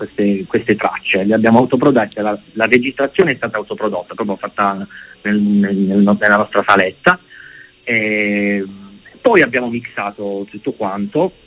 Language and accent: Italian; Mola di Bari, Apulia, Italy; mentre io sono di Mola di Bari, e Niccolò è di Capurso, che sono due, sì, paesi a 15-20 km più o meno da Bari